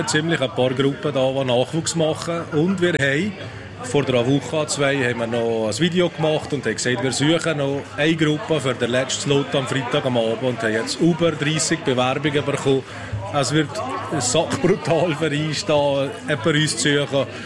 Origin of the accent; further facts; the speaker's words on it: Valais, Switzerland; Das macht uns natürlich mega Spass, vom Wallis von hierher zu kommen